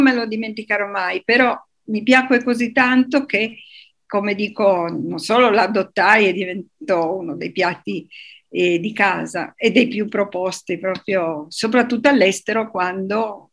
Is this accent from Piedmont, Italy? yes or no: yes; Turin, Piedmont, Italy; Io sono di Torino